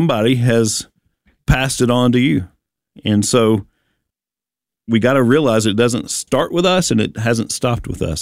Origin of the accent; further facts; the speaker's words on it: Bible Belt, United States; If you're like me growing up in the Bible Belt here in the U.S.